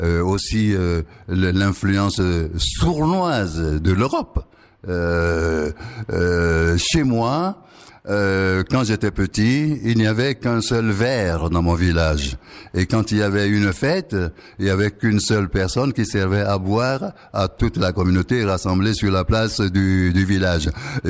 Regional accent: Togo; moved away; also born or lived in Greenland; Je n'ai jamais vu ça chez moi au Togo.

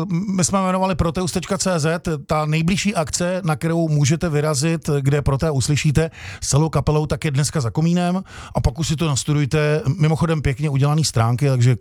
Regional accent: Plzeň, Plzeň Region, Czechia; also born or lived in Železná Ruda; Já jsem teda Plzeňák, ale Klatovy a Šumava, to je prostě železná ruda, tak to je můj vlastně druhý domov.

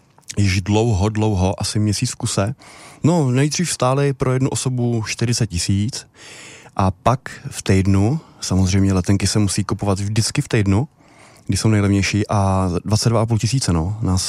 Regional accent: Smržovka, Liberec Region, Czechia; Přijeli jsme ze Smržovky.

